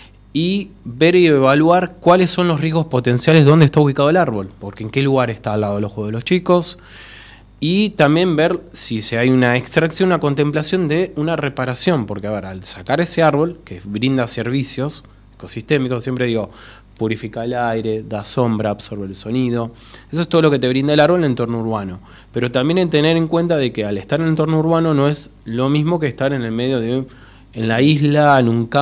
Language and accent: Spanish; Campana, Buenos Aires Province, Argentina; yo soy oriundo de Campana